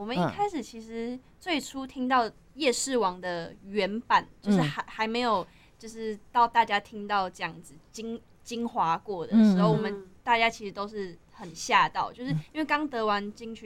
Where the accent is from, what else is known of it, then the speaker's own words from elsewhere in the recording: South Korea; now in Taiwan; 那我是韩国人嘛？